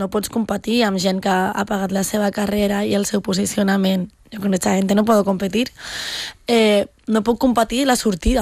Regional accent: Andalusia, Spain; accent: Andalusian; apenas ja estic en contacte con andaluce, pum, pa, pa, saps? Com que és el meu accent.

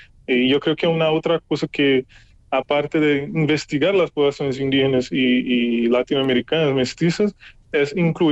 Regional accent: Brazil; Spanish is a second language; moved away; investigadores que son de Latinoamérica, como yo también, que soy de Brasil

